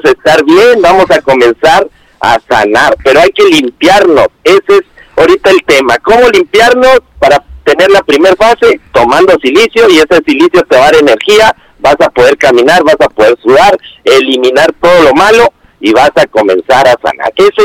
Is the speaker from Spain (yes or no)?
no; Mexico; pues si somos mexicanos, vamos a apoyarnos nosotros